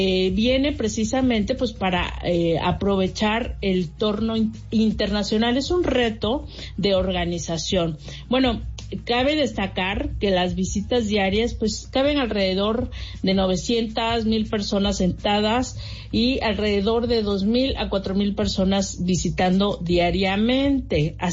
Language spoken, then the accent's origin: Spanish; Mexico; nos identifica como mexicanos